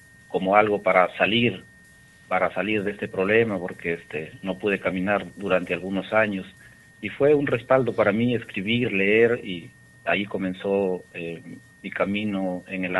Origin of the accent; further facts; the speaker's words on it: Usquil, La Libertad, Peru; moved away as an adult; now in Trujillo, Peru; Yo soy del distrito de Usquil, nací en Usquil, la provincia de Otuzco, departamento de La Libertad. Estudié también mi primaria y mi secundaria en el Colegio Teófilo Benítez Gil. Y terminando, pues me vine a la ciudad de Trujillo, donde radico actualmente.